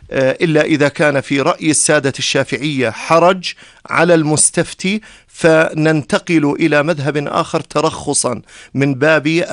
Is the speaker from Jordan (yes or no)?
yes; Jordan; ونحن من فضل الله عز وجل ومما من الله عز وجل علينا به في بلدنا الأردن